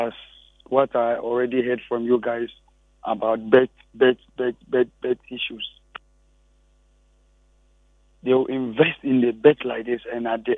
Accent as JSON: {"language": "English", "town": "Accra", "region": "Greater Accra", "country": "Ghana", "said": "I'm just from Accra."}